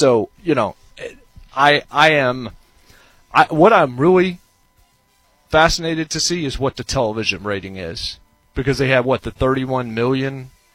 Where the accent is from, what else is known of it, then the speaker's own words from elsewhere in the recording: United States; I am an American